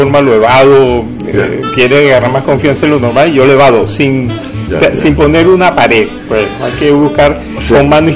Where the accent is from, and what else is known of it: Venezuela; now in Catalonia, Spain